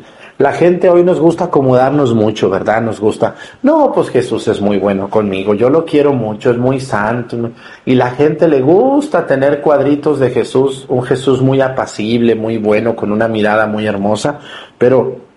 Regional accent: Mexticacán, Jalisco, Mexico; moved away; Mesticacán, mi pueblo.

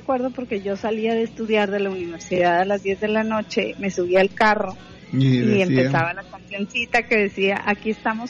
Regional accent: Monterrey, Nuevo León, Mexico; la gente que crecimos aquí en Monterrey

